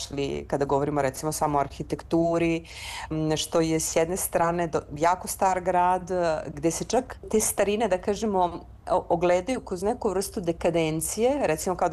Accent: Belgrade, Serbia; born or raised there

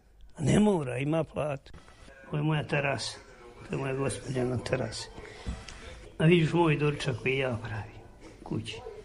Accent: Konjic, Federation of Bosnia and Herzegovina, Bosnia & Herzegovina; now in Višegrad, Bosnia and Herzegovina; 20.000 je nas izbjeglica došlo u Višegrad, 95. 20.000. U tih 20.000 sad nema 5.000 stanovnika. Ja sam došao iz Konjica, iz Hercegovine.

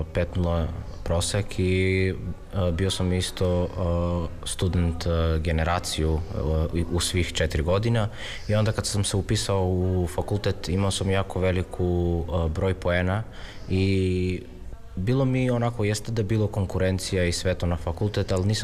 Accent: North Macedonia

